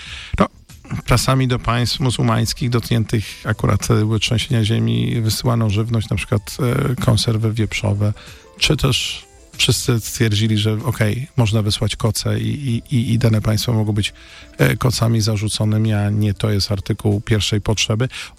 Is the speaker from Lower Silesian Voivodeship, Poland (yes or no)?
no; Łódź, Łódź Voivodeship, Poland; jestem z Łodzi